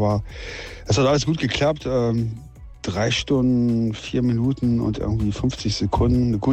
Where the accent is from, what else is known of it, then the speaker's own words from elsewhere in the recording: North Rhine-Westphalia, Germany; Auch schön, dass man hier ein Teil davon sein darf, so als Westfale.